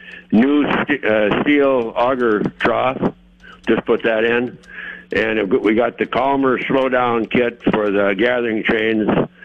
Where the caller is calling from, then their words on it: Kenneth, Minnesota, United States; from Kenneth.